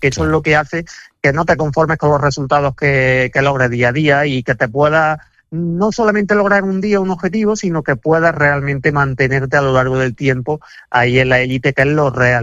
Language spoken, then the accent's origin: Spanish; Córdoba, Andalusia, Spain; para nuestra Andalucía y para Córdoba